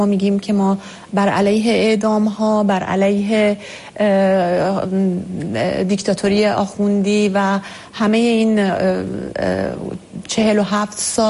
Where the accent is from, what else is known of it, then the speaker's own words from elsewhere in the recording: Iran; خب متوجه میشن ما ایرانی هستیم.